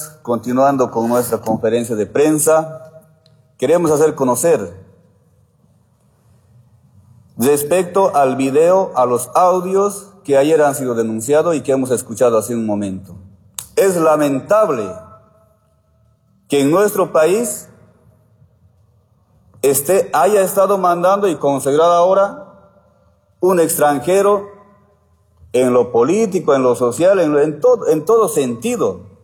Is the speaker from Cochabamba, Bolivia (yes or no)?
yes; Cochabamba, Bolivia; ¿y los del trópico no somos bolivianos